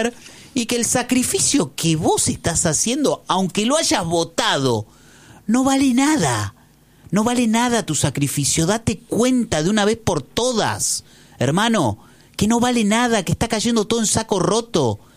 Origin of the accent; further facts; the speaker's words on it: Argentina; Seamos más responsables nosotros como argentinos